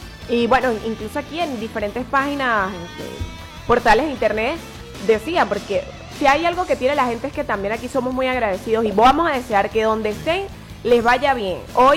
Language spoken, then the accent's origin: Spanish; Venezuela; Y esos somos los venezolanos.